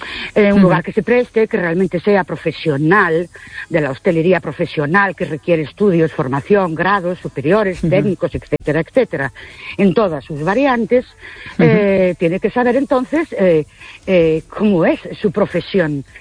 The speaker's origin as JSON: {"language": "Spanish", "town": "Ourense", "region": "Galicia", "country": "Spain"}